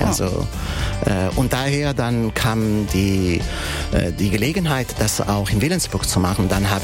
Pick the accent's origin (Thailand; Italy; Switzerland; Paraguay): Italy; German is a second language; now in Hamburg, Germany; Genau, ich bin Italiener.